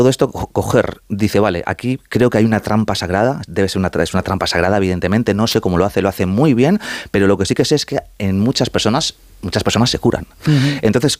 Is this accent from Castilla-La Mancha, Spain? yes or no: no; Madrid, Community of Madrid, Spain; estoy muy dividido porque aparte te he dicho ya que soy madrileño, sí. Y mis padres son argentinos.